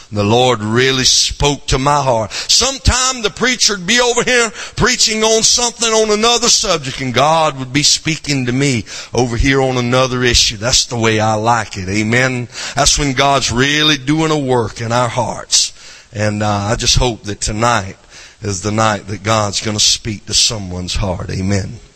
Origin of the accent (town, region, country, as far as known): South Carolina, United States; accent: southern